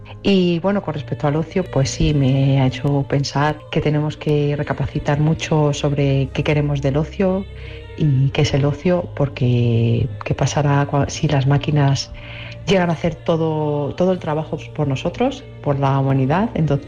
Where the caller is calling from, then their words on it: Colmenar Viejo, Community of Madrid, Spain; de Colmenar Viejo, en Madrid.